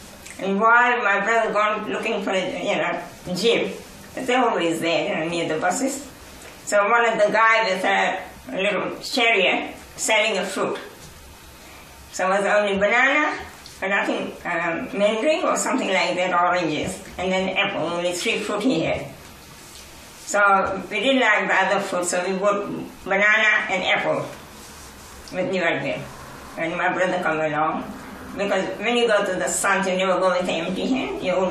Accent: New Zealand; we said, I come from New Zealand.

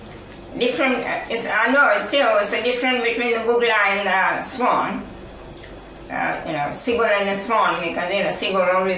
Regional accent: India; As Indian boys

